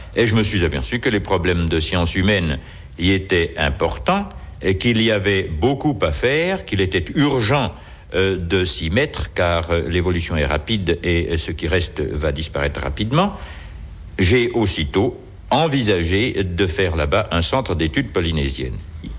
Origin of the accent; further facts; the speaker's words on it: Lons-le-Saunier, Bourgogne-Franche-Comté, France; Quand j'avais 15 ans, j'avais une mansarde dans la maison de mon père, à Lons-le-Saunier dans le Jura. Je suis jurassien, je suis franc-comtois.